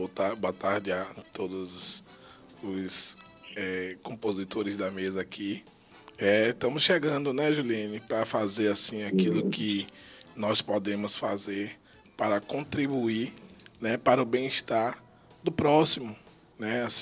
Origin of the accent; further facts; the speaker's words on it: Brazil; Sou de Lado Picado